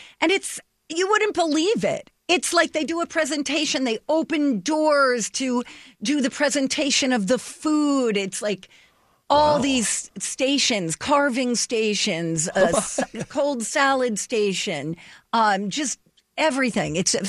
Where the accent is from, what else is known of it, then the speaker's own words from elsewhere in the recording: East Coast, United States; I grew up on the East Coast, and the way they throw parties on the East Coast versus the Midwest is just mind-blowing.